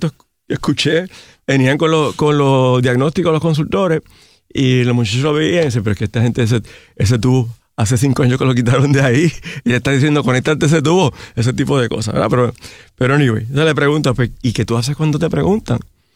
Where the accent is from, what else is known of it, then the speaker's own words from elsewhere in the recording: Puerto Rico; yo soy puertorriqueño.